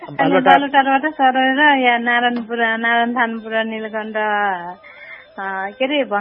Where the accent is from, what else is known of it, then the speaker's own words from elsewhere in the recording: Sindhupalchok, Bagmati, Nepal; born there; हाम्रो चाहिँ जन्मथलमा चाहिँ सिन्धुपाल्चोक भोटिकोसी गाउँपालिका नयाँपुर भन्ने ठाउँ